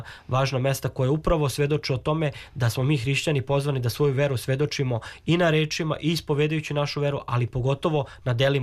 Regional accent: Serbia; i zaista mi kao Srbi slobodno mogu da kažem, možemo da se postidimo.

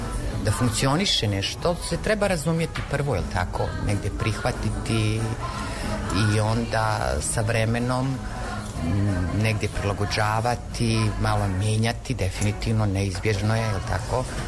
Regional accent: Bosnia & Herzegovina; Znači, ja dolazim iz Bosne, onda Istra, Slovenija, znači, tu je kulinarika, moja mama, znači, kuvanje, Bosna, hello.

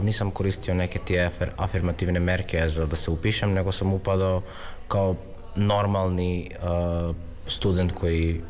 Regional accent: North Macedonia; Pa kod nas u Makedoniju ima posebnu stipendiju koje dobijaju romske studente i romske učenike u srednju i u fakultetu.

